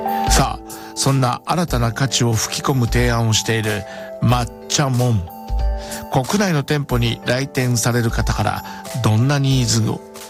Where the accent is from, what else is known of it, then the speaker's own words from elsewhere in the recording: Shizuoka, Japan; さあ、私も静岡出身ですからね、お茶にはうるさいですよ。